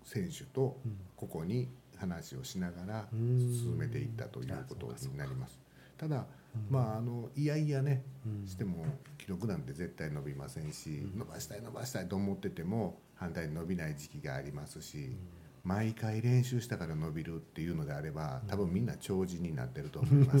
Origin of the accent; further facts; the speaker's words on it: Kobe, Hyogo, Japan; accent: Kansai dialect; moved away as an adult; also born or lived in Tokyo; 兵庫県神戸市の出身です。